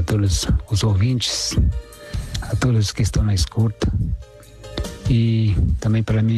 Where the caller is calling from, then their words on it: Tokyo, Japan; Estou falando aqui de Tóquio